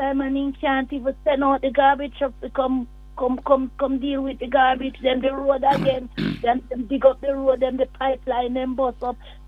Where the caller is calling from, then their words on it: Westmoreland, Jamaica; I'm calling from Westmoreland.